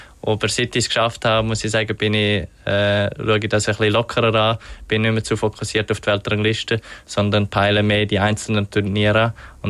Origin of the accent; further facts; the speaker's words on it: Switzerland; Weil als Schweizer hat man natürlich, als junger Schweizer hat man eher mal eine Gelegenheit, zum Beispiel in St. Gallen oder in Genf an den Start gehen.